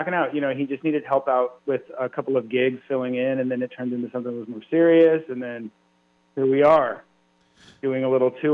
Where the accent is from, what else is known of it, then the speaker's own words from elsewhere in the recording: Denver, Colorado, United States; Well, yeah, I'm from Denver, man.